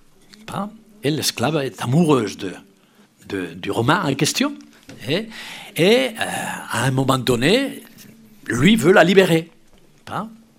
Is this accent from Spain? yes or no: yes; Spain; Pour ma part, peut-être parce que je suis espagnol, je préfère cette traduction qui n'enlève rien à l'autre.